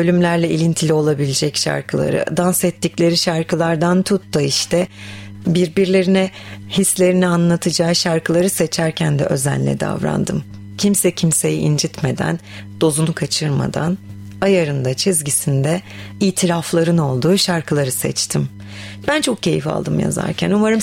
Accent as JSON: {"language": "Turkish", "region": "Samsun", "country": "Turkey", "tie": "born or raised there", "said": "Ben doğma büyüme Samsunluyum."}